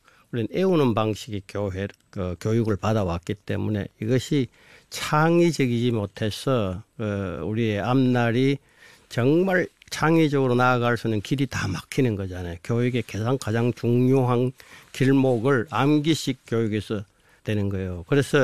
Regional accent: South Korea; 우리는 한국 사람이라

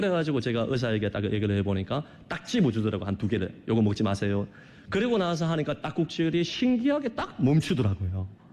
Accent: Geochang, South Gyeongsang, South Korea; born or raised there; moved away

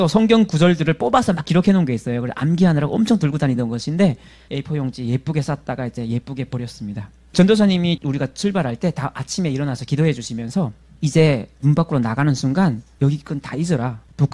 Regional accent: North Korea; moved away; 저는 98년에 처음으로 탈북했기 때문에 5년 만에 이제 고향 땅을 밟는 거였거든요.

